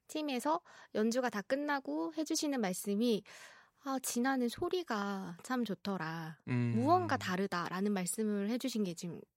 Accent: Jeonju, North Jeolla, South Korea; born or raised there

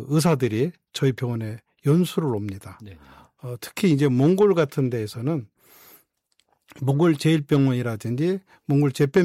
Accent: South Korea; 저는 대한민국 사람이라는 게 너무 행복하더라고요.

